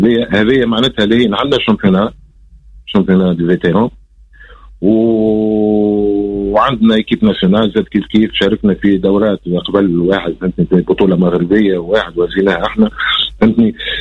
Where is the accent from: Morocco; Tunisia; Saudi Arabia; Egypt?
Tunisia; La Marsa, Tunis Governorate